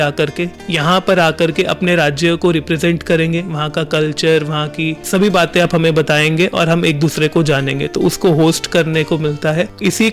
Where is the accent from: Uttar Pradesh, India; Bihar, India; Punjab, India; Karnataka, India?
Punjab, India; क्योंकि मैं भी पंजाब प्रांत से हूँ